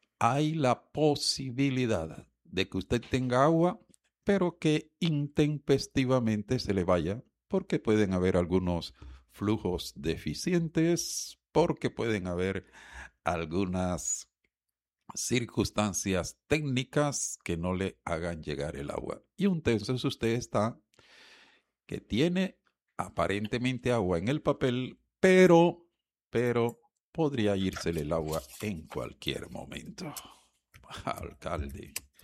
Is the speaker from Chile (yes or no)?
no; Cartagena, Bolívar, Colombia; los cartageneros somos los perjudicados